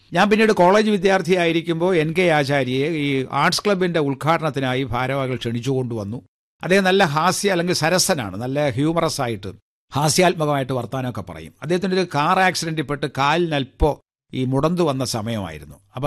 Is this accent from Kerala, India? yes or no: yes; Kerala, India; കാരണം ഞാൻ ജനിച്ചു വളർന്നത് ഒരു ഗ്രാമത്തിലാണ്. നെയ്യാറ്റിൻകര താലൂക്കിലെ ആനാവൂർ വില്ലേജിൽപ്പെട്ട ഒരു പ്രദേശത്താണ് ഞാൻ ജനിച്ചതും വളർന്നതും. എൻ്റെ ബാല്യകാല വിദ്യാഭ്യാസവും ഒക്കെ അവിടെയായിരുന്നു.